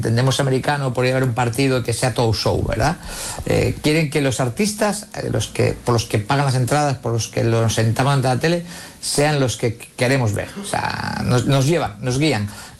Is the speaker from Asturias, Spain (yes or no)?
yes; Asturias, Spain; Somos asturianos todos.